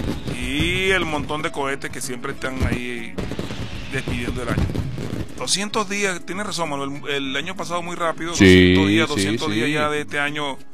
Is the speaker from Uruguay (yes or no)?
no; Venezuela; porque todos somos venezolanos